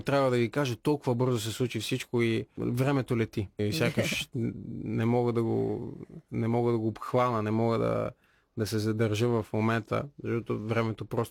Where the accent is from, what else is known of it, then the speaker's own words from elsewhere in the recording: Vidin, Vidin Province, Bulgaria; moved away; Моят корен. Там, откъдето съм тръгнал, за мен България и Видин и Балей са една много предопределяща част от характера ми.